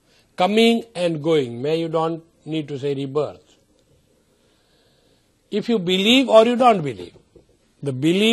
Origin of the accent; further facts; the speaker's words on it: India; I came from India. I brought Indian culture now.